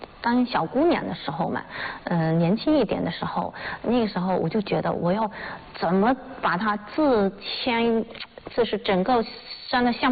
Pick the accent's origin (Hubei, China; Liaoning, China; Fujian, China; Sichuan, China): Fujian, China; 我想平舌就平舌，因为我们福建人都是爱说福建人嘛